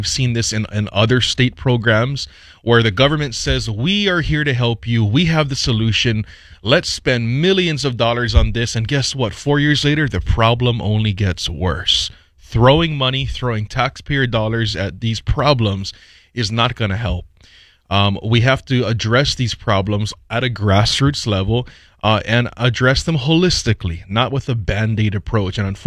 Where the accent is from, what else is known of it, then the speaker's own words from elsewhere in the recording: Hawaii, United States; we grew up out in West Oahu